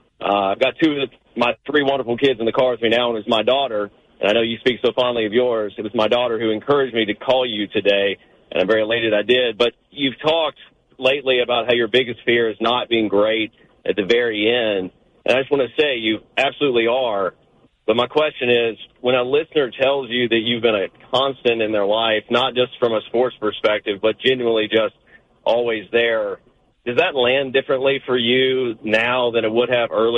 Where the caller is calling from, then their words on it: Nashville, Tennessee, United States; First time, long time calling from Nashville. 6 feet, 185.